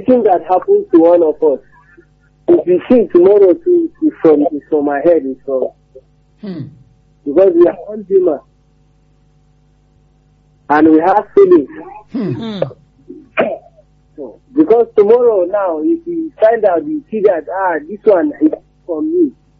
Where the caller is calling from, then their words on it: Abata, Nigeria; I'm calling from Abata.